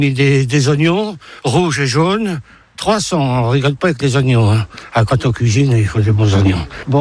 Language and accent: French; Normandy, France; Et je suis assez content parce que par ici, moi, je suis normand. Hein. Attention, je suis un viking.